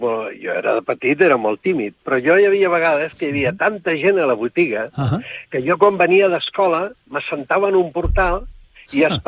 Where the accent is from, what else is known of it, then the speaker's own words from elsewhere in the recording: Sant Boi de Llobregat, Catalonia, Spain; moved away as an adult; now in Terrassa, Spain; Jo encara vaig dient que Sant Boi és el meu poble i porto més temps a Terrassa que Sant Boi.